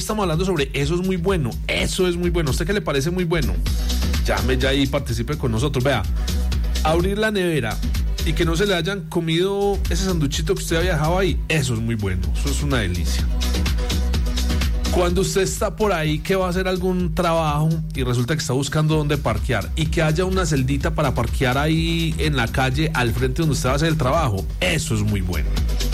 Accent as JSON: {"language": "Spanish", "country": "Colombia", "said": "así somos los colombianos. Por eso es que a los extranjeros les encanta tanto venir aquí a Colombia, porque dicen que los colombianos somos únicos. Somos muy buenos los colombianos"}